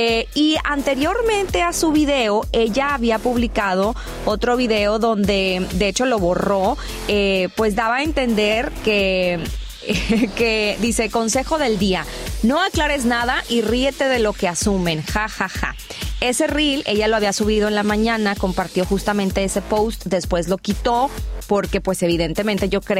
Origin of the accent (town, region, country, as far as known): Mexico